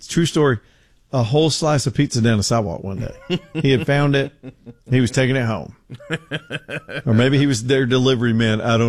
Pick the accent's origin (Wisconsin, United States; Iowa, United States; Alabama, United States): Alabama, United States; Birmingham; I'm from Birmingham.